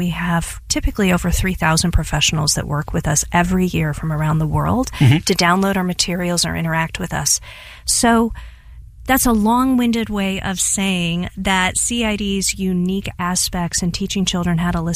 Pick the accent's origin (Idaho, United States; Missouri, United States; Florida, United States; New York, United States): Missouri, United States; St. Louis; I hear stories like mine all the time, where I grew up in St. Louis and I went away to college and I found myself back at home over a holiday break.